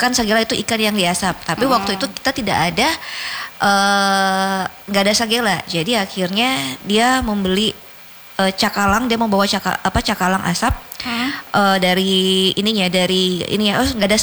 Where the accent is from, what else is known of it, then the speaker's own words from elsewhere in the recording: South Sulawesi, Indonesia; Iya, saya Bugis.